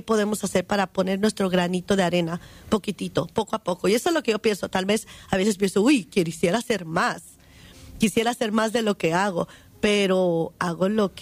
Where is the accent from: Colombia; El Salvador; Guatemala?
Guatemala; moved away; yo también muy orgullosa de ser guatemalteca